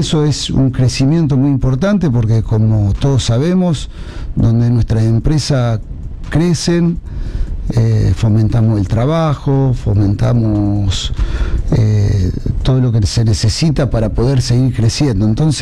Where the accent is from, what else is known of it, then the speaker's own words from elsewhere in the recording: Santa Fe, Argentina; En Migán. En Migán, bien pueblerino, de campo, mis padres, toda la vida en el campo, tenían cabaña de cerdo